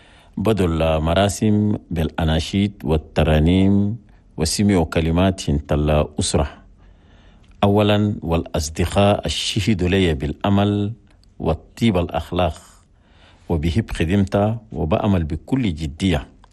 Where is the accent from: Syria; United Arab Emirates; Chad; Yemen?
Chad; في بلدنا تشاد.